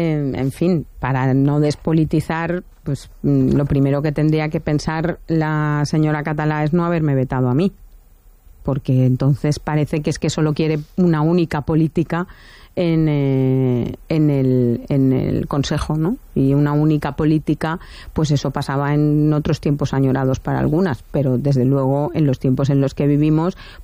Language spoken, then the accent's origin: Spanish; Valencia, Valencian Community, Spain; yo que soy de esos barrios y que soy del barrio de la Creu Coberta